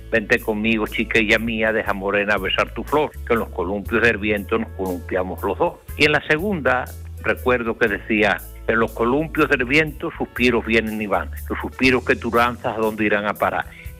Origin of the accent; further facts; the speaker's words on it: Arroyomolinos de León, Andalusia, Spain; de Arroyomolinos de León, Huelva.